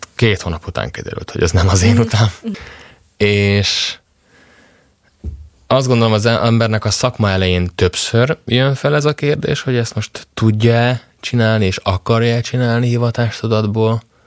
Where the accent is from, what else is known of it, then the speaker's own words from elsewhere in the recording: Nagykanizsa, Zala, Hungary; Én Zalából származom, Zala megyéből, Nagykanizsán nőttem föl